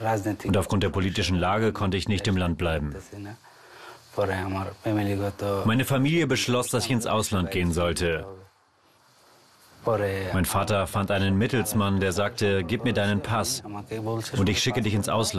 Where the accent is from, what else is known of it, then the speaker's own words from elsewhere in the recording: Noakhali, Chittagong Division, Bangladesh; moved away as an adult; Ich komme aus Bangladesch, aus der Stadt Noakhali.